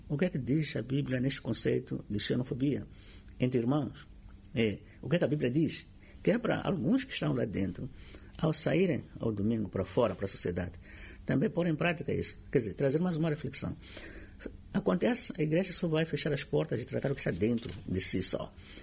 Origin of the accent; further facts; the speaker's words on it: Mozambique; nós como moçambicanos